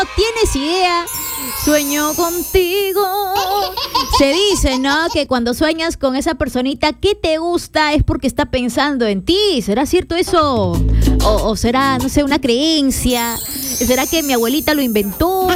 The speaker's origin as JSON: {"language": "Spanish", "country": "Peru", "said": "somos querendones como peruanos."}